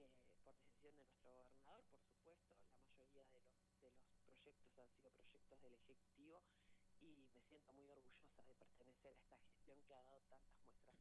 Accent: Cutral Có, Neuquén, Argentina; yo específicamente soy de Cutralcó

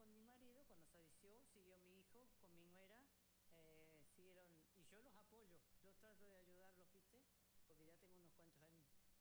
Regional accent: Junín, Argentina; born there; Yo nací en Junín, tengo mis raíces acá, amo Junín, por eso estoy.

